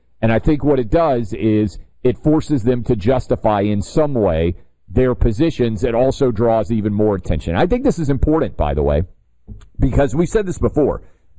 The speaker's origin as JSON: {"language": "English", "town": "Nashville", "region": "Tennessee", "country": "United States", "tie": "born or raised there", "said": "I will bring them to my hometown where I do this show from, Nashville, Tennessee."}